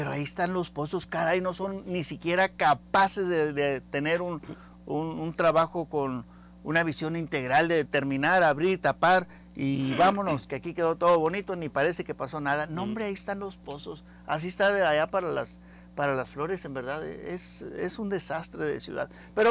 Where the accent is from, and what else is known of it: Mexico